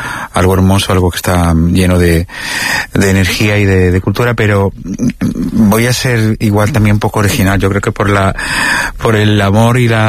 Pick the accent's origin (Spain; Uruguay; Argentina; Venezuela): Spain; Con todo esto me siento español y me siento grande y diverso, ¿no?